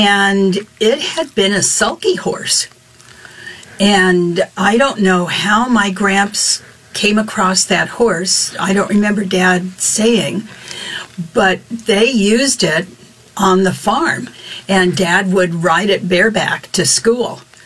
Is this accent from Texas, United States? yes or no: yes; Dallas, Texas, United States; born there; I was born here in Dallas